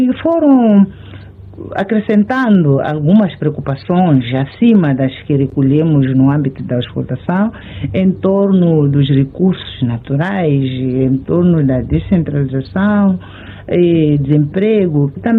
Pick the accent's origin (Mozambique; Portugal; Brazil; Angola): Mozambique; somos moçambicanos todos nós.